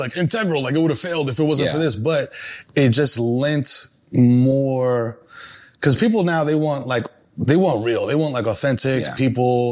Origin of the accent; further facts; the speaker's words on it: Bronx, New York, United States; But going back to me, which I love to talk about, Dominican kid growing up in the Bronx, first generation, entertainment is not really a viable career path.